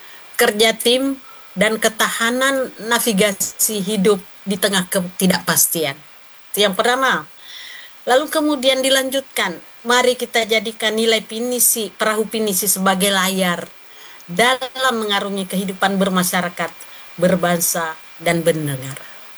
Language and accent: Indonesian; South Sulawesi, Indonesia; sebagai generasi masyarakat Bugis dan Makassar.